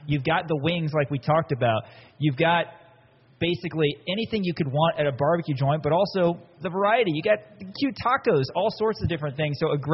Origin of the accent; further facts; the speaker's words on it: Kansas City, United States; I grew up in Kansas City